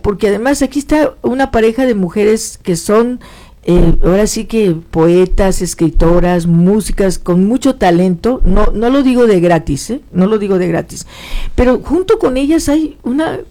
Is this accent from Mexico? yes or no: yes; Guanajuato, Mexico; now in Tijuana, Mexico; tú y yo somos paisanos, sí, somos, sí, de, sí, Guanajuato.